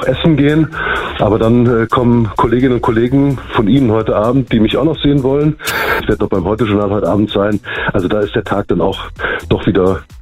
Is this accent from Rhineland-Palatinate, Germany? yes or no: yes; Rhineland-Palatinate, Germany; Ja, das bleibt mein Heimatdorf und es ist der Rückzugspunkt.